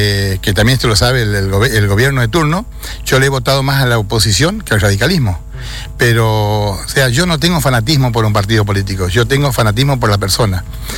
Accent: Argentina; Soy argentino, o sea, argentino de ley

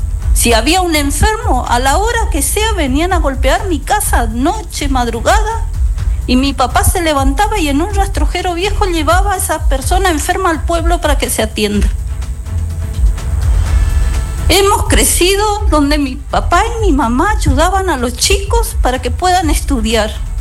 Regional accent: Gobernador Martínez, Corrientes, Argentina; also born or lived in 9 de Julio, Corrientes; yo nací en Gobernador Martínez, crecí en la zona rural, en un paraje llamado Paraje Bonete, en una casa muy humilde, sin luz eléctrica, con muchas necesidades.

